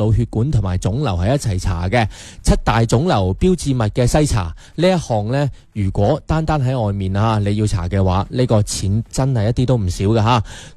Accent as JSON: {"language": "Cantonese", "region": "Guangdong", "country": "China", "said": "咁我哋广东人聚餐好多啦，中意食宵夜啦"}